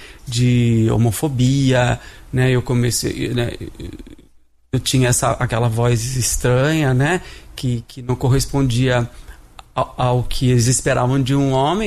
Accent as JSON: {"language": "Portuguese", "town": "Santo André", "region": "São Paulo", "country": "Brazil", "tie": "born there", "said": "Eu nasci em Santo André."}